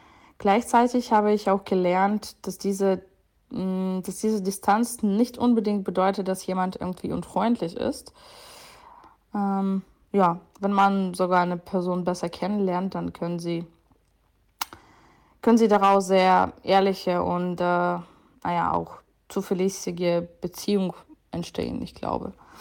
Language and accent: German; Dnipro, Dnipropetrovsk Oblast, Ukraine; German is a second language; now in Germany; Also ich komme aus der Ukraine, aus Dnipro. Und das erste Mal bin ich 2022 nach Deutschland gezogen.